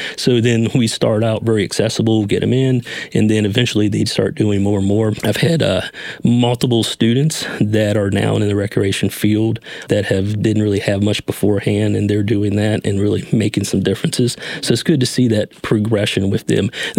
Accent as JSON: {"language": "English", "region": "the South", "country": "United States", "tie": "born or raised there", "said": "some things from my childhood growing up in the South and that type of thing."}